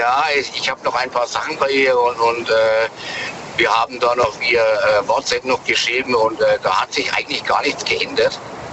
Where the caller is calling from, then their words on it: Nuremberg, Bavaria, Germany; Also ich komme aus Nürnberg und Nürnberg gehört nicht zu Bayern.